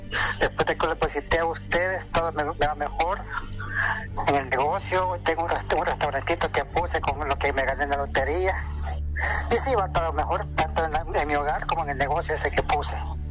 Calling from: San Miguel, El Salvador; De aquí, de San Miguel.

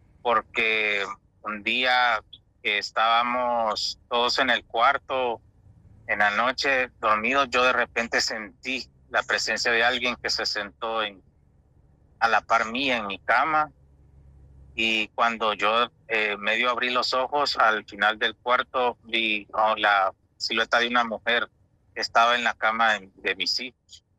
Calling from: El Salvador; De El Salvador

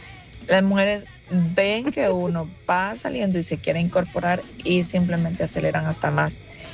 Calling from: La Libertad, El Salvador; Yo vivo en Merliot.

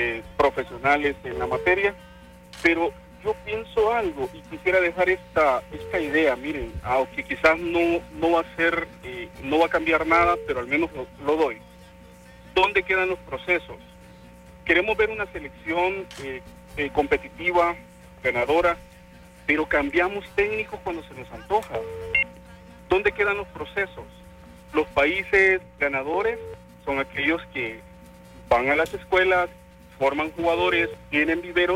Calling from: Izalco, Sonsonate, El Salvador

